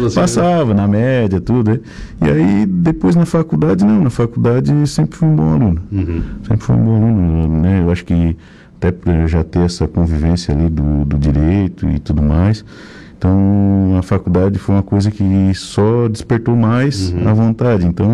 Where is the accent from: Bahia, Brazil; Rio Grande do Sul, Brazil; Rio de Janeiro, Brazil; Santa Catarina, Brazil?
Santa Catarina, Brazil; Balneário Arroio do Silva; also born or lived in Araranguá; Eu me criei no Arroio, na verdade, né? O pai, depois, quando muito novo ainda, o pai foi morar no Arroio de Silva. Mas sempre estudei aqui na cidade, né?